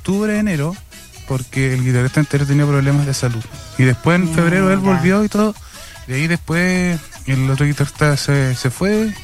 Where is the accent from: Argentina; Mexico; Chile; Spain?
Chile; Puerto Montt, Los Lagos; yo soy de Puerto Montt, trabajo en Puerto Montt.